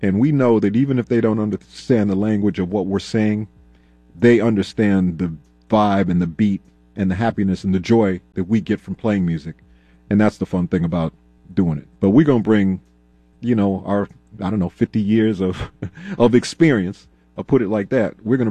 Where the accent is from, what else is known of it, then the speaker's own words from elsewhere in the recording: Minneapolis, Minnesota, United States; growing up in the Twin Cities, we grew up on stages.